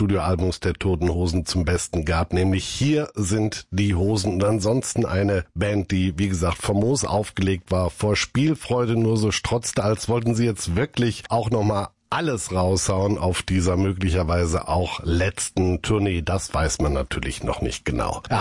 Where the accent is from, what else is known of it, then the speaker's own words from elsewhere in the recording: North Rhine-Westphalia, Germany; Wir sind ja beide aus NRW.